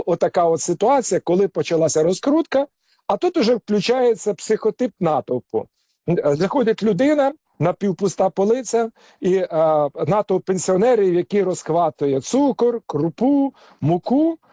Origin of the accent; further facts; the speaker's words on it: Pryluky, Chernihiv Oblast, Ukraine; now in Kyiv, Ukraine; в тому числі в моїх рідних Прилуках